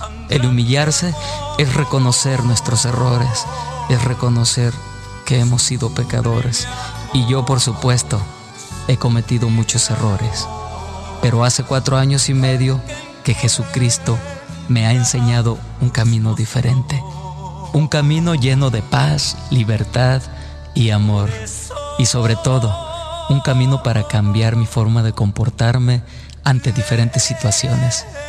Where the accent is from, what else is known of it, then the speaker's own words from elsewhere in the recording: Sinaloa, Mexico; moved away as an adult; also born or lived in Mexico City; nací en un pueblito del estado de Sinaloa, México.